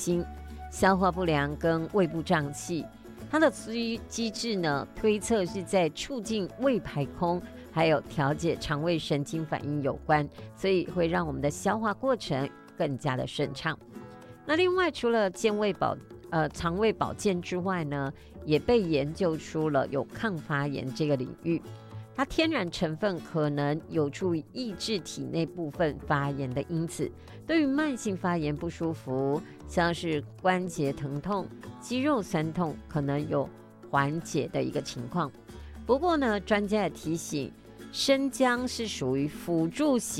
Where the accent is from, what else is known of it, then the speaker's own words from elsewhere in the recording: Taiwan; 我们台湾人